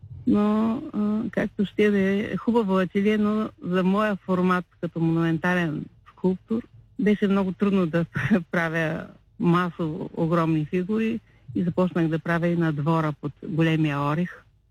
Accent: Loznitsa, Razgrad Province, Bulgaria; И като им казах, че това е моето село, моя град

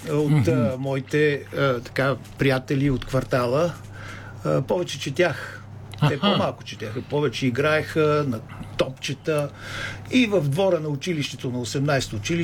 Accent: Sofia, Sofia City, Bulgaria; Роден съм тук в София, квартала Три кладенци, който сега е синя зона.

